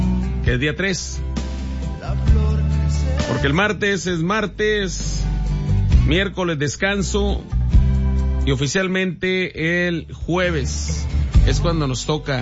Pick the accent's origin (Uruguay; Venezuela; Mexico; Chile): Mexico; yo, de lo mejorcito que tenemos en México.